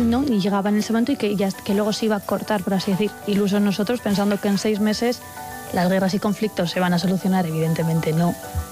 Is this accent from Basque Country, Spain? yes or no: yes; San Sebastián, Basque Country, Spain; yo soy de Donosti, entonces la primera vez que salía de casa durante 4 años